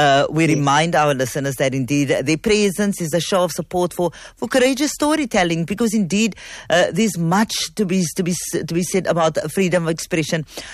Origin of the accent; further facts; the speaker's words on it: South Africa; I am a South African, I am a Jew, I'm an anti-Zionist, I'm also a writer, a theatre maker, an actor, and an improviser.